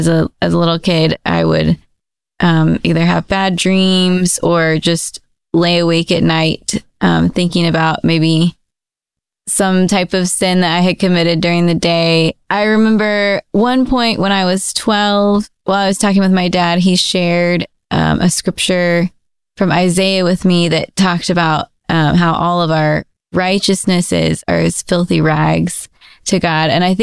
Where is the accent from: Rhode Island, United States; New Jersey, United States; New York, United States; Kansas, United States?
Kansas, United States; Wichita; I am from Wichita, Kansas, so not not from Texas, but grew up in a church and in a good family that loved the Lord.